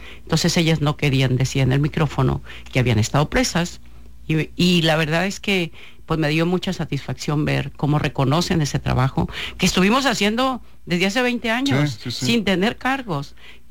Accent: Sinaloa, Mexico; apostando a Sinaloa, porque yo lo he dicho, ha sido, aquí nací, aquí he crecido y hay un gran amor por mi tierra.

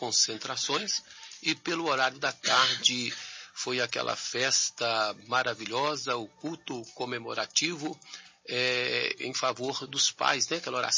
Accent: Governador Valadares, Minas Gerais, Brazil; Eu sou mineiro de Governador Valadares. Governador Valadares está localizada no leste de Minas, uma cidade linda, maravilhosa.

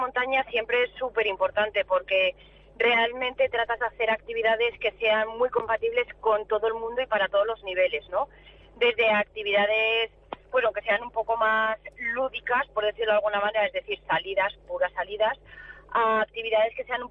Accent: Benasque, Aragon, Spain; soy de Benasque. Nací en Benasque, nací rodeada de montañas.

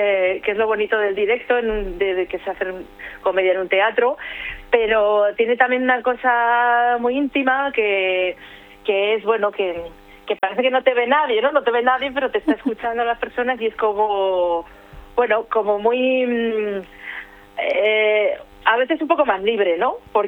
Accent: Pamplona, Navarre, Spain; Yo soy de Pamplona

